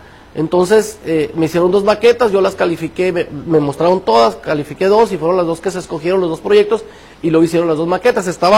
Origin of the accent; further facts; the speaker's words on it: Mexico; yo soy muy mexicano